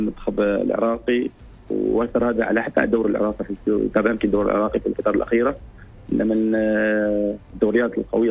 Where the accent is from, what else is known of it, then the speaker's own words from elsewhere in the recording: Oman; إحنا كعمانيين